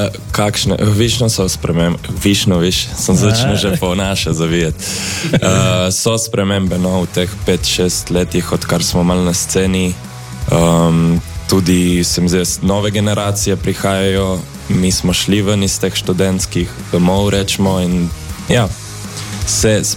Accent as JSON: {"language": "Slovenian", "region": "Vipava Valley", "country": "Slovenia", "also_born_or_lived": "Ljubljana", "said": "ko smo pač taki vipavci, energični, kakor so pač vsi prebivalci tam."}